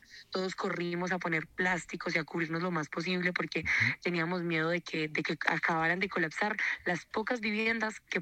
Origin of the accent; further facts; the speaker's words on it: El Cairo, Valle del Cauca, Colombia; Yo soy una simple comerciante, ciudadana del Cairo, que trabaja, pues he trabajado aquí